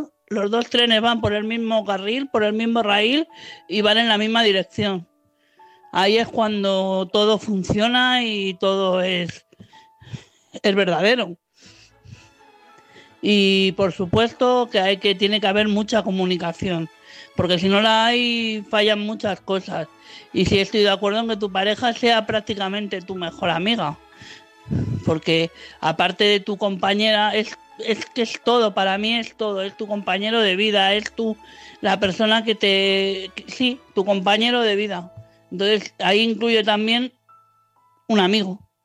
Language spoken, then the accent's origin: Spanish; Madrid, Community of Madrid, Spain